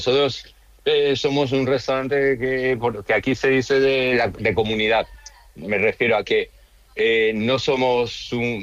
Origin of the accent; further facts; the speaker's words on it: Valencian Community, Spain; Yo pensaba que iba a ser muy sencillo defender aquí la paella, como valenciano que soy.